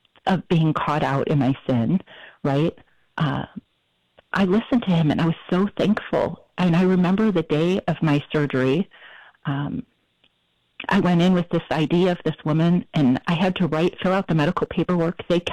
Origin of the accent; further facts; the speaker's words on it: Michigan, United States; now in Florida, United States; I grew up in Michigan. I live in Florida now, but grew up in Michigan, had a wonderful family, had three siblings, and we were all raised going to Catholic school, going to church very regularly